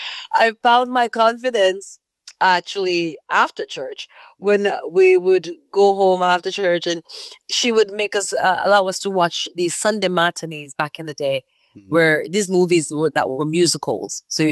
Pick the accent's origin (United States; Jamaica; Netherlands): Jamaica; Clarendon; now in Toronto, Canada; So I was born and raised in Clarendon, Jamaica, a little ghetto town called Ausol, in the country part. Mm. I'm a country girl, a tomboy at heart for sure. Raised by my grandparents